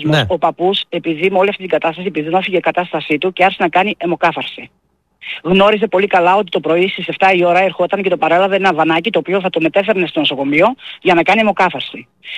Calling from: Greece; Και εγώ σαν Ελληνίδα που είμαι

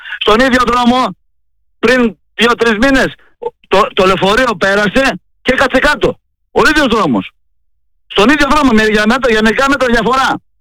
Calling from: Katerini, Central Macedonia, Greece; έχω δρόμο στην Κατερίνη. Η πόλη της Λακούβας, αδερφέ.

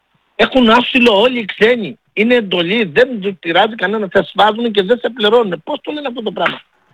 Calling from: Crete, Greece

